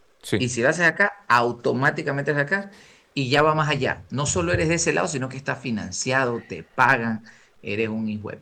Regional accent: Ecuador; Yo, como ecuatoriano

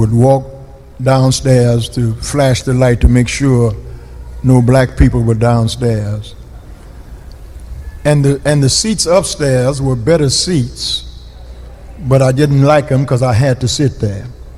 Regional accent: Eunice, Louisiana, United States; growing up in Eunice, where I'm from

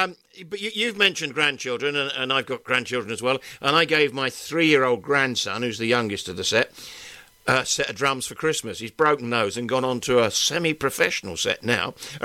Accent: London, United Kingdom; I'm a Londoner.

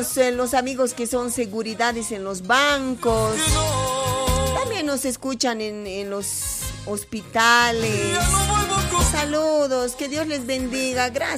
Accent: Bolivia; Donde vayamos, ¿de dónde eres? De Bolivia.

